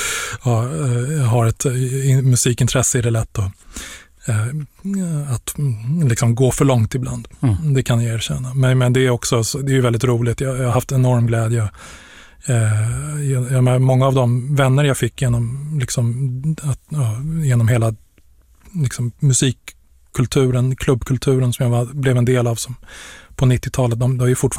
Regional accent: Stockholm, Stockholm County, Sweden; born or raised there

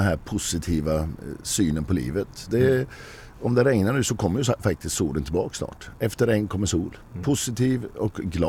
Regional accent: Värmland, Sweden; now in Gothenburg, Sweden; jag är ju värmlänning.

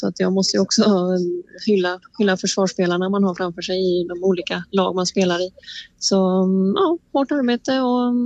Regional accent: Sweden; moved away as an adult; vara hemma i Sverige

